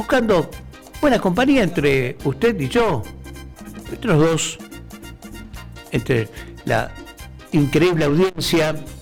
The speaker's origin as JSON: {"language": "Spanish", "region": "Buenos Aires Province", "country": "Argentina", "tie": "born there", "said": "Mis queridos padres, allí, muy cerquita de donde yo nací, justamente."}